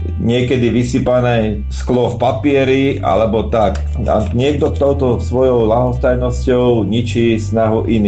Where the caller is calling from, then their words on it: Prievidza, Trenčín Region, Slovakia; U nás v Prievidzi